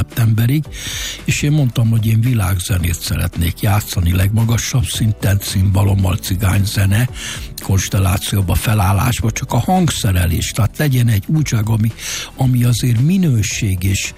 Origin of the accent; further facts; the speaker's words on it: Hungary; Hát mi magyarok vagyunk